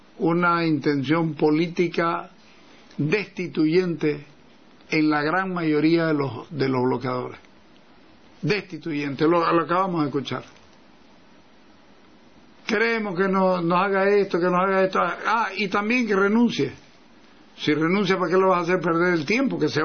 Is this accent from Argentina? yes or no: no; Santa Cruz, Bolivia; Yo soy cruceño